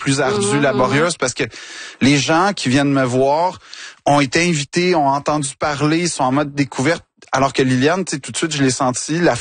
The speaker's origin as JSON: {"language": "French", "region": "Quebec", "country": "Canada", "said": "Quand je dis que je suis Québécois jusqu'au bout des doigts"}